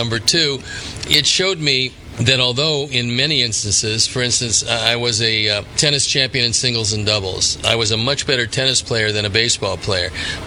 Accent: South Euclid, Ohio, United States; born or raised there; moved away

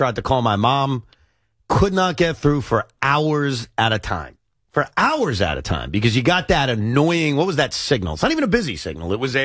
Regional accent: New York, United States; moved away as an adult; also born or lived in Washington, D.C.; as a New Yorker living down there

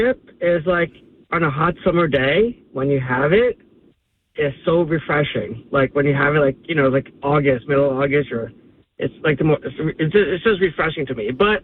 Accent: Woodbridge, New Jersey, United States; now in Philadelphia, United States; even though I'm from Philly, I grew up in Woodbridge, so we moved to Philly after the fact. But near Edison area.

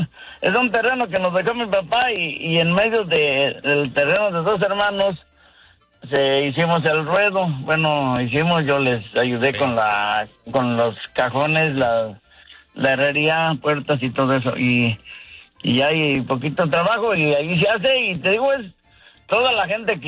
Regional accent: Querétaro, Mexico; Allá en México pues somos de Querétaro y entre mis hermanos y yo hacemos un jaripeo.

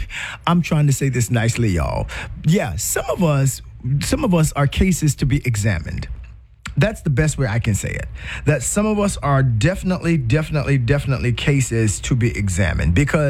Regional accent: South Carolina, United States; You know, my home state of South Carolina just moved a longtime Congressman James Clyburn out and gave that to and redistricted to a Republican.

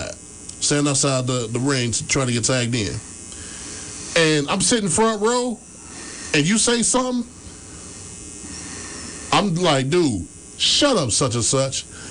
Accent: Dayton, Ohio, United States; I'm black. I'm from Dayton

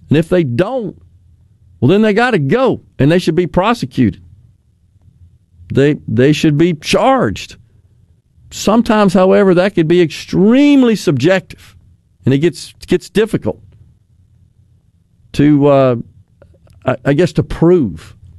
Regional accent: Mississippi, United States; I'm from Bolivar County.

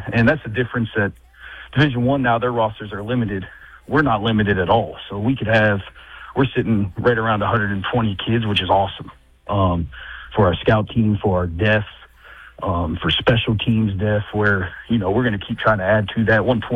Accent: Morgantown, West Virginia, United States; born or raised there

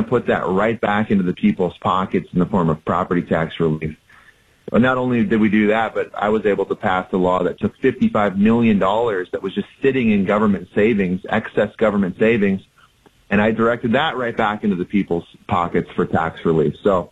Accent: Dell Rapids, South Dakota, United States; born there; also born or lived in Yankton, South Dakota; I was born in Yankton, actually, and did a little growing up there. My family moved up to Del Rapids when I was a kid.

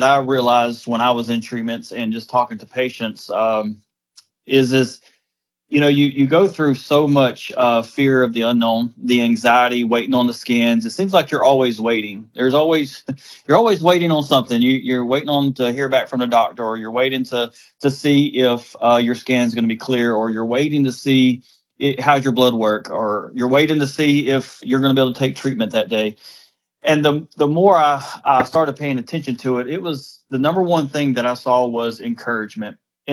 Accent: Dothan, Alabama, United States; I was born and raised here in Dothan, and I left for a little while, went to the Marine Corps, and I come back in 2010

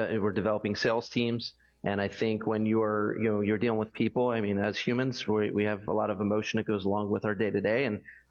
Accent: Philadelphia, Pennsylvania, United States; I grew up in South Philadelphia, right in the city.

